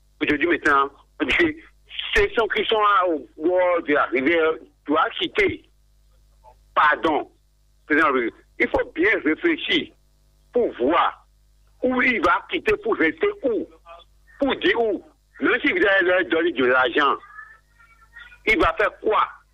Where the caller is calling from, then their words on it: Ouidah, Atlantique, Benin; de Ouida. Je vous appelle de Ouida